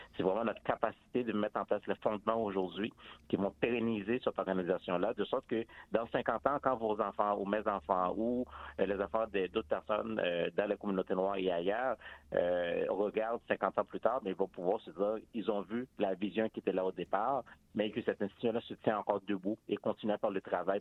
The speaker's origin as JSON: {"language": "French", "town": "Montreal", "region": "Quebec", "country": "Canada", "said": "ici, chez nous à Montréal"}